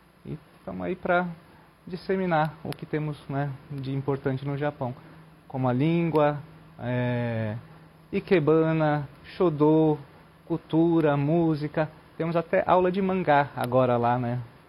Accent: Brazil; Mas também eu sempre fui bem aceito como eu sou brasileiro, né? E eu tenho uma face mais ocidental do que asiática.

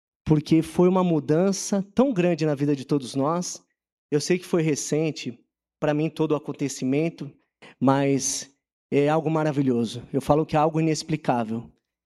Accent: Guarulhos, São Paulo, Brazil; born there; moved away as an adult; now in Araras, Brazil; Pouquíssimos anos na cidade, não sou ararense, sou nascido em Guarulhos, mas me sinto hoje como ararense.

